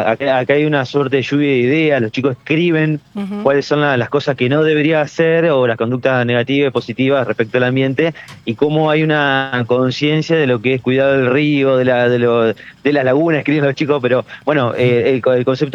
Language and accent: Spanish; Paraná, Entre Ríos, Argentina; quienes crecimos en Paraná en los 90